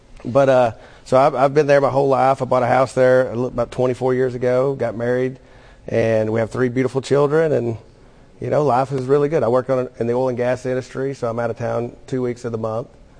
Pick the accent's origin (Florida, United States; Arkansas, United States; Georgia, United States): Arkansas, United States; Cecil; I'm from Cecil, Arkansas.